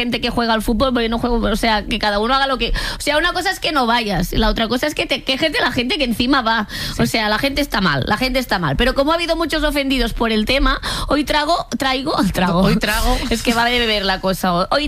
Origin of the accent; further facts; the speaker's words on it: Catalonia, Spain; Bueno, ser catalana es lo que me hace beber agua. Al final le debo tanto a mi tierra.